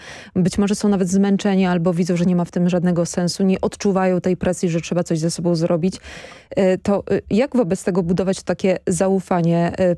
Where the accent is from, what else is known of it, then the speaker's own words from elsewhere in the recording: Lublin Voivodeship, Poland; Ja pochodzę z Lubelszczyzny